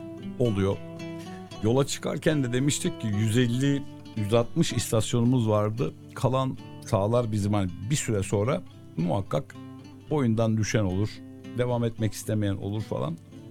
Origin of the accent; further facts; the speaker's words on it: Sorgun, Yozgat, Turkey; Hem hemşerim, biliyorsunuz ben Sorgunluyum.